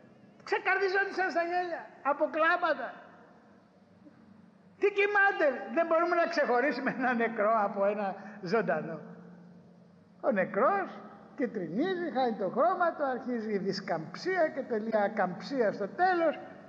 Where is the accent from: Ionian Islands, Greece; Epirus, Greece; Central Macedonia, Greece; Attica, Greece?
Attica, Greece; Piraeus; Θυμάμαι όταν ήμουν μικρός, στον Πειραιά έχω γεννηθεί.